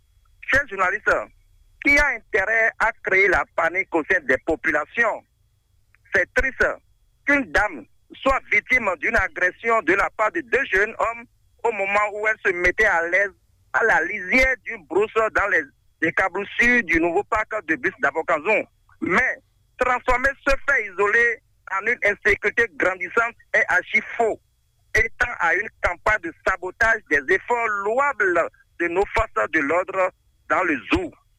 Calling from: Abomey, Zou, Benin; Je vous appelle depuis Abomé ce soir.

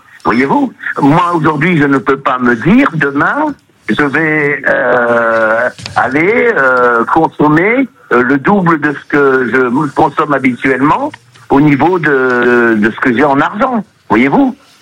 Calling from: France; Je vis en France

